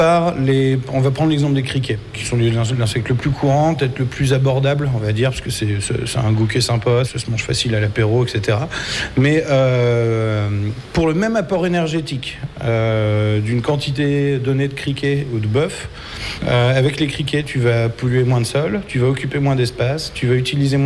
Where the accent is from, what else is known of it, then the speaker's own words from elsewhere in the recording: France; c'est un excellent chef, il est cambodgien, et nous on est français.